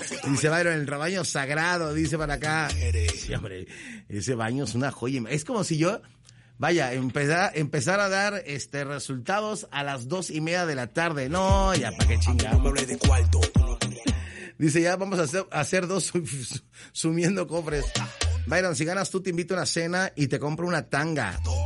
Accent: Veracruz, Mexico; Yo soy de Veracruz, papi. Yo soy de la Riviera Veracruzana.

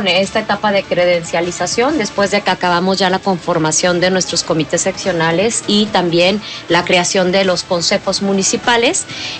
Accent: Mexico; no de partido político, sino como mexicanas y mexicanos, es apoyar y defender también junto con ella esta soberanía

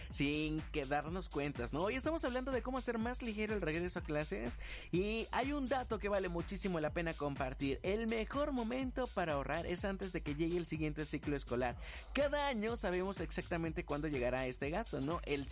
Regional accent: Mexico; como buen mexicano dejamos todo para el final

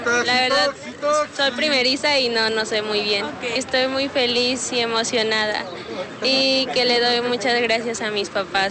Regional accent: Chicontepec, Veracruz, Mexico; Vengo de Chicontepec y la verdad sí estoy muy emocionada porque pues son nuevas experiencias y nuevas oportunidades.

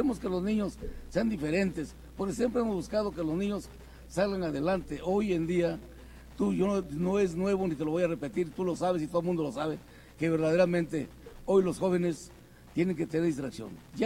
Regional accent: Puebla, Mexico; soy poblano

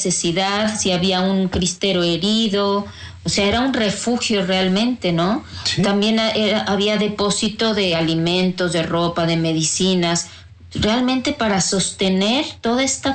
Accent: Mexico; eso que somos los mexicanos

